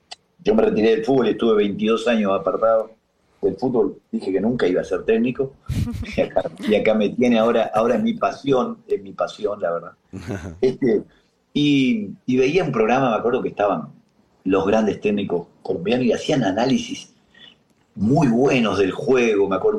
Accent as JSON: {"language": "Spanish", "country": "Uruguay", "said": "Ojo, yo lo entiendo el clima porque aparte soy uruguayo, imagínate."}